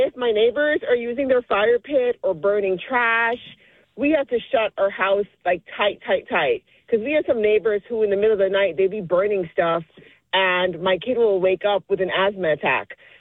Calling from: Maryland, United States; I'm in Maryland.

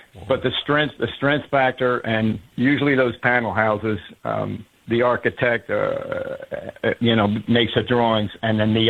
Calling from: Montana, United States; I'm calling you from Montana

